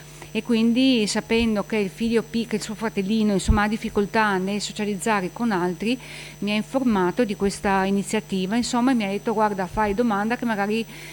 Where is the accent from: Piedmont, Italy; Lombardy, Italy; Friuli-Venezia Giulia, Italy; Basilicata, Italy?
Friuli-Venezia Giulia, Italy; Opicina; sono di Opicina e Sclat anche è di Opicina, diciamo